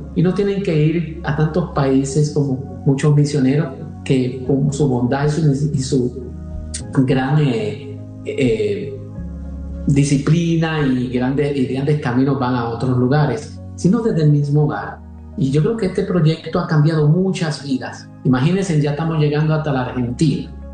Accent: Comerío, Puerto Rico; moved away as an adult; also born or lived in Massachusetts, United States; now in Costa Rica; yo soy originario de Puerto Rico. Yo soy de un pueblo llamado Comerío, en el centro de la isla, entre las montañas, y pues ahí crecí, viví mi vida ahí, y ya como a eso de edad de 19 años, 20 años, emigré a los Estados Unidos y me establecí en la ciudad de Massachusetts, en el estado

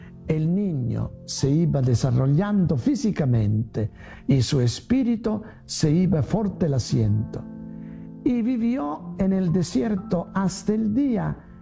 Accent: Italy; now in Van Nuys, United States; Soy un sacerdote italiano de la Congregación de los Padres Relacionistas y trabajo en la parroquia de Santa Isabel en Van Nuys.

